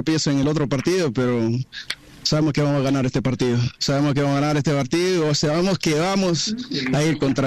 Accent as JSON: {"language": "Spanish", "town": "Quito", "region": "Pichincha", "country": "Ecuador", "lives_now": "Florida, United States", "said": "Yo soy de Quito, de corazón y de sangre, de nacimiento, pero vivo en la Florida, del sur de la Florida."}